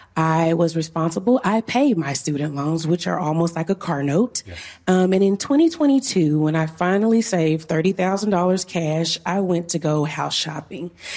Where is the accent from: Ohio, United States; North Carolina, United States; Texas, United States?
Texas, United States; born there; found out I was born in Tarrant County.